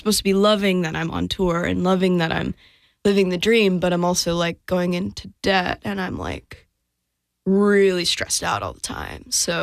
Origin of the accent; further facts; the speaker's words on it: Colorado, United States; now in Nashville, United States; since I was a young kid growing up in Colorado